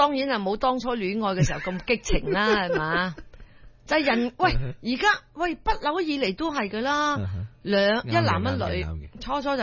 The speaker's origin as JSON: {"language": "Cantonese", "country": "Malaysia", "tie": "born or raised there", "also_born_or_lived": "Singapore", "moved": "yes", "said": "雖然我唔係中國人地方長大。我喺馬拉長大噶嘛，跟住喺新加坡嗰啲"}